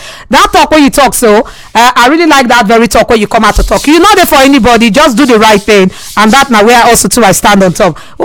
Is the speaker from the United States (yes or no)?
no; Ghana; I'm from Ghana. Welcome.